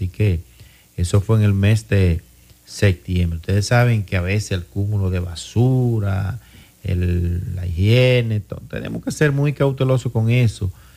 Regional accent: Dominican Republic; somos dominicanos

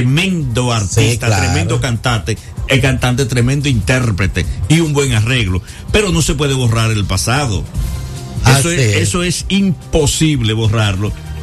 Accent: Santo Domingo Oeste, Santo Domingo, Dominican Republic; moved away as an adult; now in Ciudad Juan Bosch, Dominican Republic; Yo soy orgulloso de mi barrio Buenos Aires Herrera, aunque hoy vivo en Ciudad Juan Bosch.

